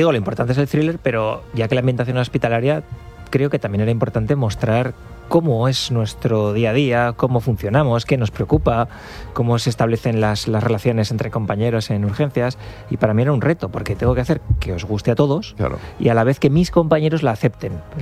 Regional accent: La Rioja, Spain; also born or lived in Zaragoza; now in San Sebastián, Spain; Soy riojano, trabajaba, ejercía en Zaragoza, pero llevo 5 años en San Sebastián.

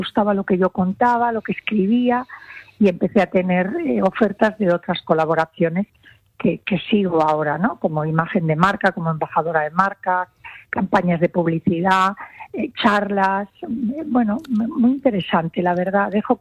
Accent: León, Castile and León, Spain; abrí una tienda multimarca con mi hermana en León, yo soy leonesa

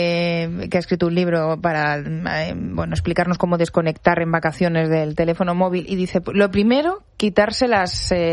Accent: Castilla-La Mancha, Spain; como manchega, pues me pega.

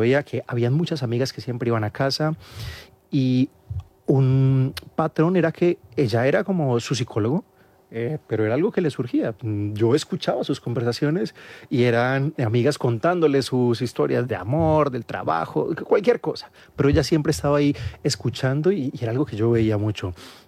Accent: Medellín, Antioquia, Colombia; also born or lived in Marinilla / Manizales / Turbo / Montería; yo nací en Medellín, después de eso mis padres se fueron a Marinilla, que es haz de cuenta como decir, vivo en la sierra, y ahí vivimos yo creo que los primeros años de mi vida. Luego de eso pasamos a Manizales, a Turbo, Urabá, y luego a Montería

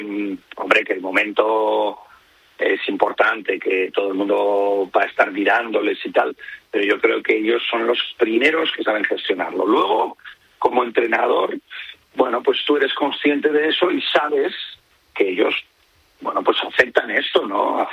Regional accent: Madrid, Community of Madrid, Spain; porque yo soy de Madrid, pues vamos a estar apoyándoles

